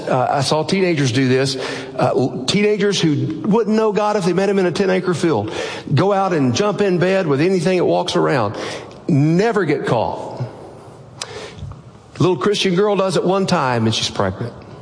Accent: Alabama, United States; where I grew up in North Alabama, it was in the Appalachian foothills

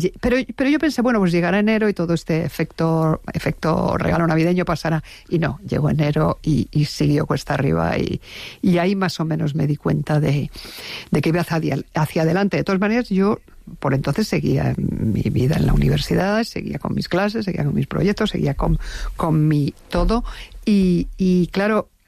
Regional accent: Spain; Nosotros que somos los españoles muy malos aprendices de inglés

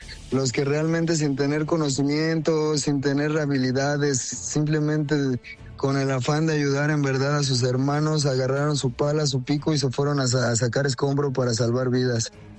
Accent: San José de Gracia, Michoacán, Mexico; Yo soy de San José de Gracia, Michoacán.

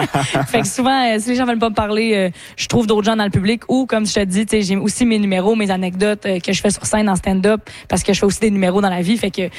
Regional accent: L'Orignal, Ontario, Canada; Je peux dire que c'est un peu ma région, puisque je viens de l'Orignal, dans l'est de l'Ontario.

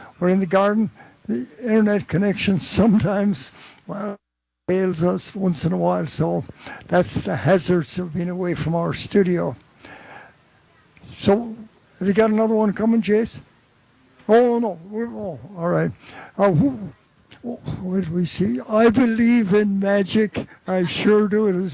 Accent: Connacht, Ireland; I'm from Mayo.

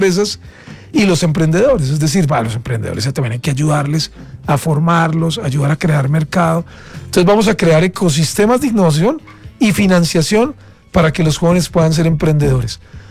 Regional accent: Río Caldas, Caldas, Colombia; Yo soy, digamos, de región, o sea, yo no soy de Bogotá, yo soy de un pueblo que se llama Río Caldas y soy caldense, es decir, yo soy de provincia.

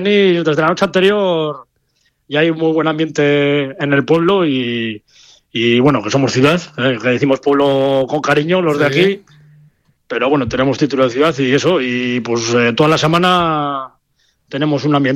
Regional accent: Haro, La Rioja, Spain; los jarreros, ¿no? Que es el nombre que tenemos... Los que somos de aquí de Aro, ¿no?

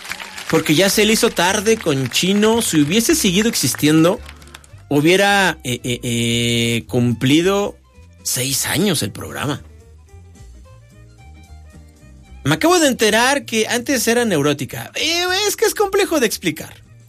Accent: Monterrey, Nuevo León, Mexico; now in Querétaro, Mexico; tengo 2 años escuchándolo, soy regio, tengo 40 años y cumplí 15 viviendo en Querétaro.

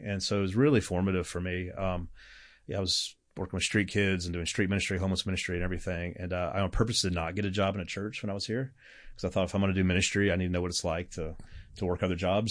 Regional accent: Southern United States, United States; even though it's the South, I'm from the South

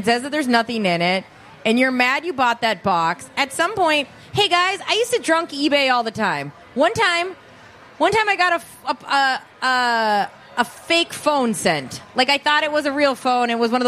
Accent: Minnesota, United States; Because I'm Minnesotan.

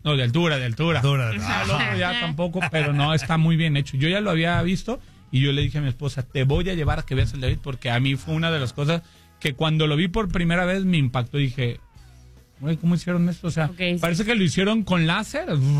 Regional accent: Mexico; accent: Mexican

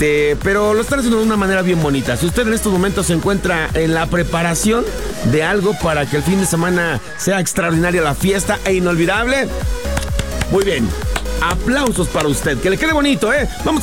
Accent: Mexico; Así somos los mexicanos, ¿eh?

